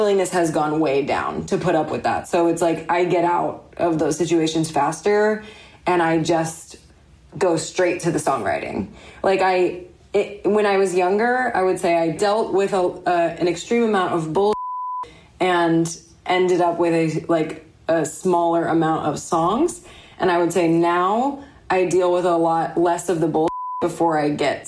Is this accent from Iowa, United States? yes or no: no; Chicago, Illinois, United States; now in Los Angeles, United States; For me, I am from Chicago, so there's always a little bit of something about